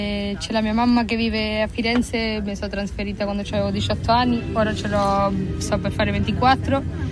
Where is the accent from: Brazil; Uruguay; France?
Uruguay; moved away as an adult; now in Italy; Io sono dell'Uruguay, originaria.